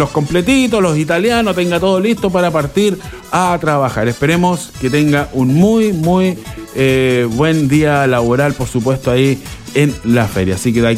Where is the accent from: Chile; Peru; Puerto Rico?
Chile; aquí estamos trabajando como todo chileno nomás